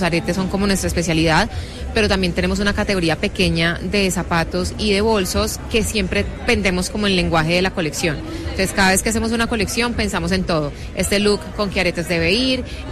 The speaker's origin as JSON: {"language": "Spanish", "town": "Cali", "region": "Valle del Cauca", "country": "Colombia", "said": "Bueno, empezamos en Bogotá, siempre fue un sueño, somos de Cali y me encantaba Bogotá"}